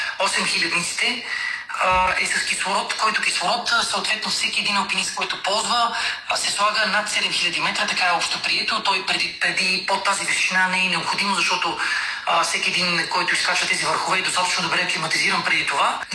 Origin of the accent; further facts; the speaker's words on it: Razlog, Blagoevgrad Province, Bulgaria; родният ми град, град Разлог.